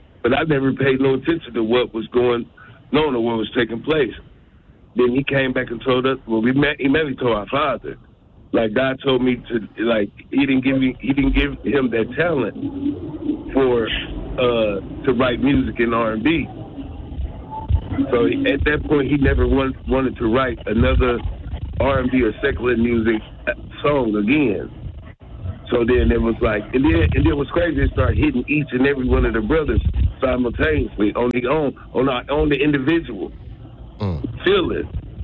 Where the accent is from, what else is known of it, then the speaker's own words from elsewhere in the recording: Milwaukee, Wisconsin, United States; also born or lived in Indianapolis; We was born in Napa, raised in Milwaukee.